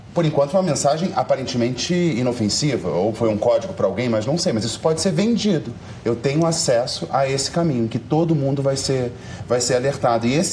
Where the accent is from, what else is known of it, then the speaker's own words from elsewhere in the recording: Rio de Janeiro, Brazil; eu que sou do Rio de Janeiro